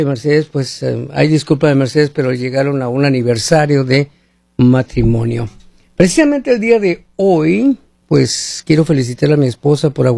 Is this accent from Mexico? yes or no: yes; Hermosillo, Sonora, Mexico; porque yo vengo, acuérdense que vengo de Hermosillo, Sonora, que es la misma, generalmente es la misma temperatura de Phoenix, Arizona.